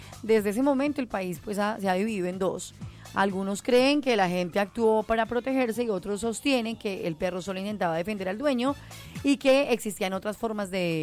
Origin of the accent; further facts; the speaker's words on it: Bogotá, Colombia; now in Villavicencio, Colombia; somos bogotanos, okay. criados con ese frío. Y cuando uno se radica en otra ciudad, se acostumbra mucho al calor